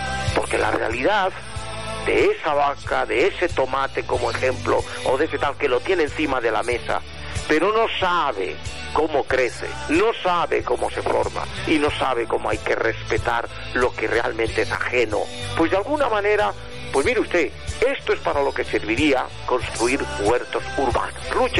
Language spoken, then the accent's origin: Spanish; Spain; pienso en mi país, que es España